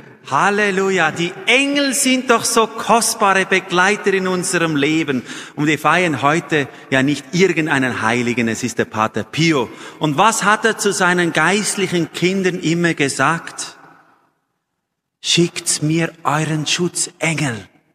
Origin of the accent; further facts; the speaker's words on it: Switzerland; ich bin ja ein Schweizer schließlich, oder?